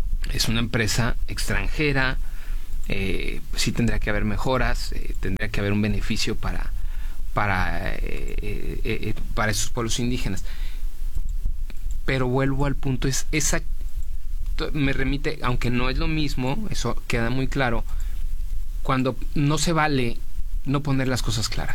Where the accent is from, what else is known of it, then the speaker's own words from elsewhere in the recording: Mexico; yo soy mexicano y también como mexicano también tengo derecho.